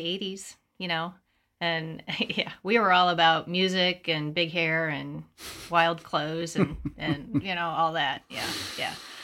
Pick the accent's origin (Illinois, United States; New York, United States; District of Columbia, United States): Illinois, United States; Geneseo; also born or lived in Peoria; Geneseo, Illinois. I was born in Peoria.